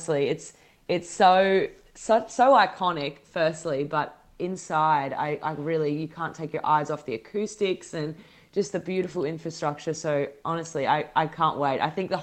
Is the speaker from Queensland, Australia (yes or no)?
yes; Brisbane, Queensland, Australia; So I'm from Brisbane